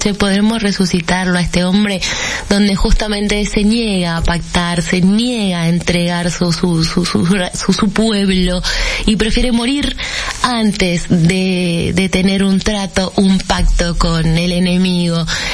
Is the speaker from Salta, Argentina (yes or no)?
yes; Salta, Argentina; somos de Salta, que vivimos en Salta